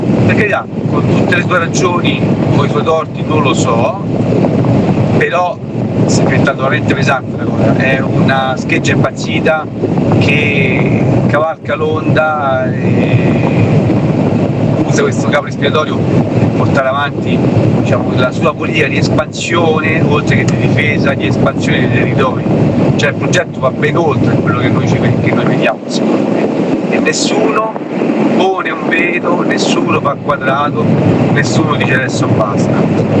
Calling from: Rome, Lazio, Italy

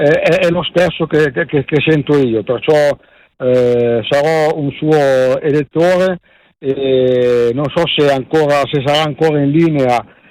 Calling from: Alessandria, Piedmont, Italy; sono da Alessandria e non da Ro.

